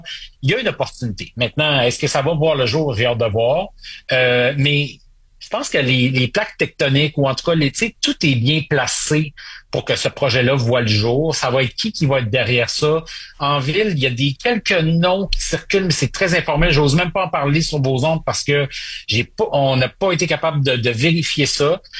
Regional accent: Saguenay, Quebec, Canada; Moi, j'ai grandi au Saguenay.

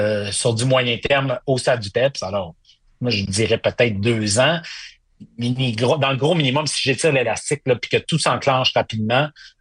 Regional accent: Quebec, Canada; Parce que moi, j'ai grandi au Saguenay.

